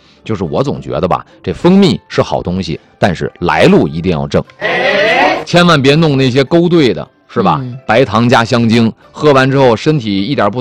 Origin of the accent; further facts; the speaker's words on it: Liaoning, China; moved away; 我的老家辽宁啊